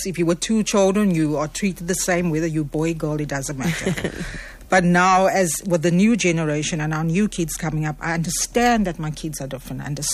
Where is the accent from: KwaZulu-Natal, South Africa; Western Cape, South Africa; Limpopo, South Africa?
Western Cape, South Africa; Oudtshoorn; But I never grew up in Cape Town. I'm originally from Oudtshoorn.